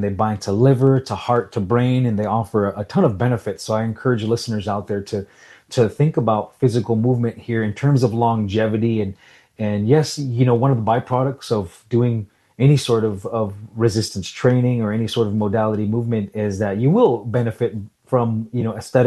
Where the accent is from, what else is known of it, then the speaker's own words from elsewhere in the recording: Salt River, Arizona, United States; And then even just growing up in Salt River, I would hear elders kind of talk a little bit about the old days.